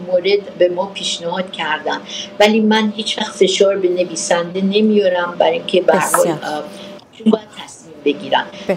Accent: Iran; به عنوان یک ایرانی

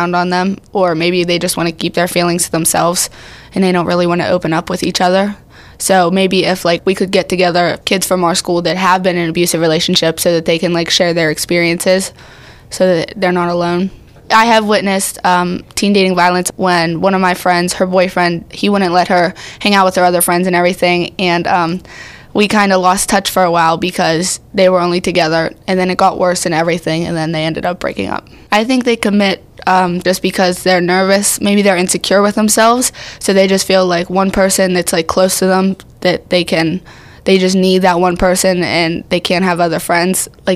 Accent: Pennsylvania, United States; I'm 14 and I'm from South Allegheny.

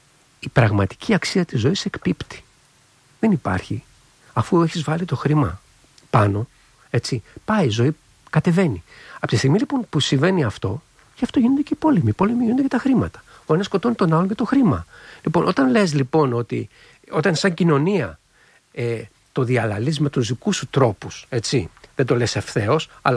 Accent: Greece; παίρνουν καμιά φορά συνέντευξη, ας πούμε, και το ραδιόφωνο, η τηλεόραση, τη τοπική, ας πούμε, να μιλήσω σαν Έλληνας και αυτά, και λέω.

